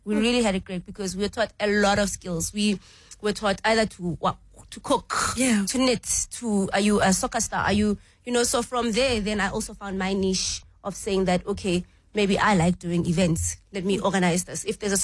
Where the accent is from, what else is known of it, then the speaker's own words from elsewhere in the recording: Alexandra, Gauteng, South Africa; I think in our time, it was actually great growing up in Alex because sense of community.